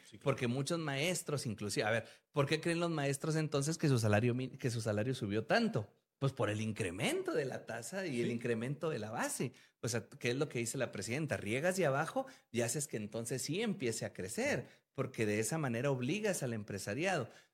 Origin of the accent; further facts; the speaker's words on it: Nuevo Casas Grandes, Chihuahua, Mexico; tú y yo que somos de Nuevo Casas Grandes